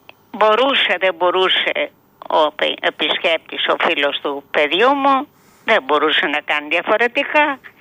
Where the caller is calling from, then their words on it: Greece; είμαι οργισμένη, είμαι ντροπιασμένη που είμαι Ελληνίδα.